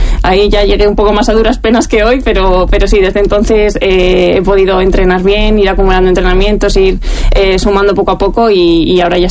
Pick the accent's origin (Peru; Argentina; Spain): Spain; Burgos, Castile and León